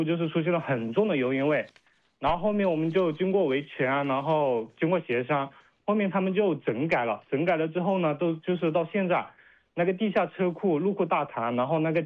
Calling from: Changsha, Hunan, China; 就是我是来自于那个万城区月亮岛街道康桥悦城的 … 就是我在这个小区呢买了房子不到一年

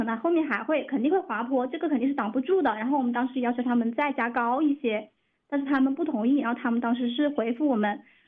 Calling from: Changsha, Hunan, China; 我们家是住在长沙市望城区潼关镇。我们是拆迁之后，政府给我们提供了宅基地，然后我们给我们自己建房子，然后我们的房子是2016年建成的

